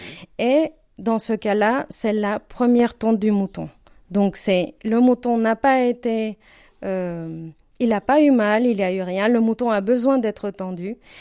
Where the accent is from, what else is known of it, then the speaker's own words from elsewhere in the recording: Morelos, Mexico; French is a second language; moved away; alors moi, je viens de Morelos, qui est un état au centre du Mexique.